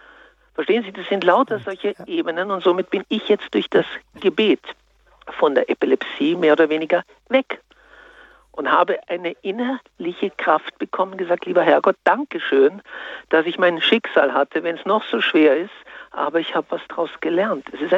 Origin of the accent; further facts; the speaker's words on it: Vienna, Austria; Ich komme auch aus Wien und habe auch eine Behinderung, wenn Sie so wollen.